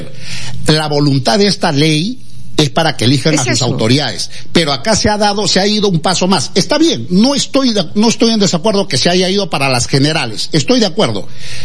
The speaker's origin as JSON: {"language": "Spanish", "town": "Nazca", "region": "Ica", "country": "Peru", "said": "yo vengo del Perú profundo, yo soy de Nazca."}